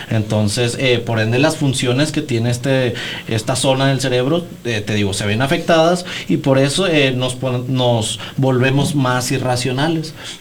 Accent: Mexico; como mexicanos estamos no tan acostumbrados a expresar nuestros sentimientos

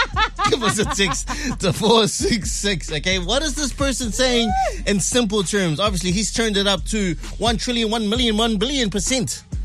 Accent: Auckland, New Zealand; we're from South Auckland

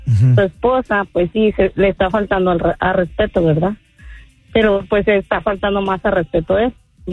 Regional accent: Guerrero, Mexico; now in Austin, United States; En la Feria Guerrero.

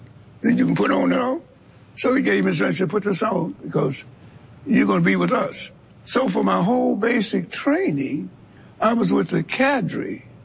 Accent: Shreveport, Louisiana, United States; now I grew up in Shreveport

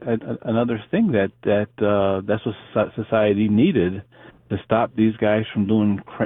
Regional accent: Florida, United States; I was growing up in Florida back in the 1980s.

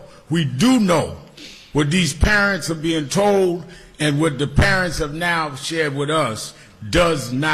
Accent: Brooklyn, New York, United States; Now, I'm from Brooklyn. So I'm a little different than some of y'all.

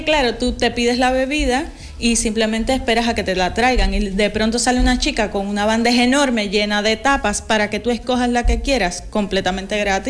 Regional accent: Cuba; Bueno, yo no sé si tengo el ritmo en la sangre, a lo mejor ahí dejo a los cubanos un poco por debajo del nivel

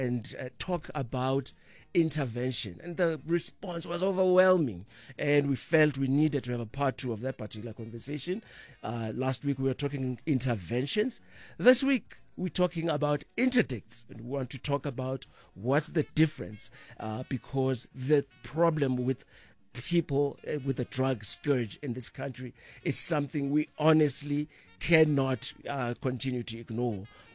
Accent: Durban, KwaZulu-Natal, South Africa; Hello, Durban, my hometown.

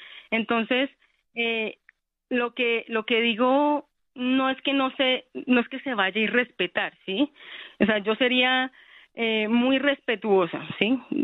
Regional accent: Colombia

